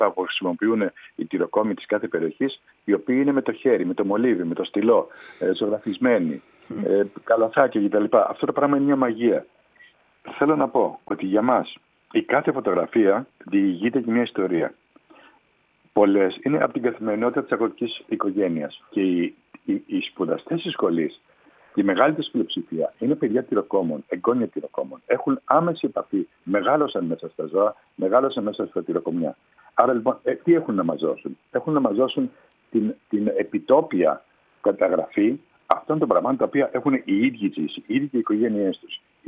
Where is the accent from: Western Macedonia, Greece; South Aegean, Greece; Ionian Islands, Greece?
South Aegean, Greece; Mykonos; Εγώ είμαι από την Μύκονο